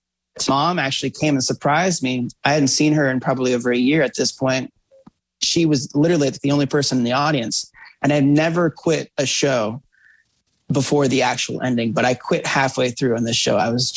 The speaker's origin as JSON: {"language": "English", "town": "Columbus", "region": "Ohio", "country": "United States", "said": "I'm from Columbus"}